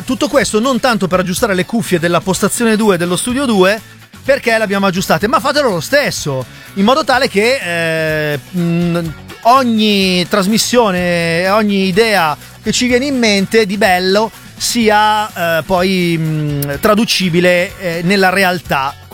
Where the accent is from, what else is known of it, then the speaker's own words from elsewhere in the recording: Lombardy, Italy; Io sono lombardo.